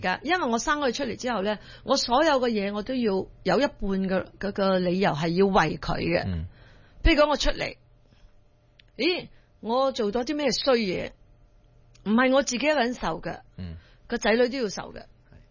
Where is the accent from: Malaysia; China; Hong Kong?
Malaysia; moved away; also born or lived in Singapore; 雖然我唔係中國人地方長大。我喺馬拉長大噶嘛，跟住喺新加坡嗰啲